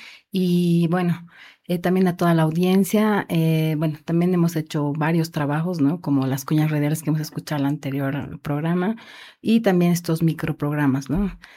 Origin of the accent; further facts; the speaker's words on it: La Paz, Bolivia; los que estamos sufriendo mucho somos los habitantes de La Paz